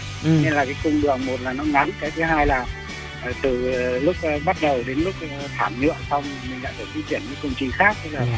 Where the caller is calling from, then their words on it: Phú Thọ, Vietnam; Alo, xin chào Tấn Phú … mình đến từ Phú Thọ.